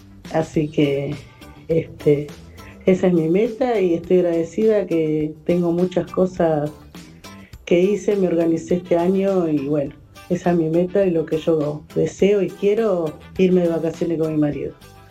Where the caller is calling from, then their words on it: Ciudad Evita, Buenos Aires Province, Argentina; soy de Ciudad Evita